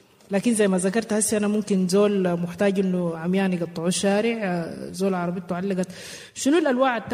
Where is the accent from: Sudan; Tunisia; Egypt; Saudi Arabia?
Sudan; نحن الحاجه دي مشهورين بها كسودانيين،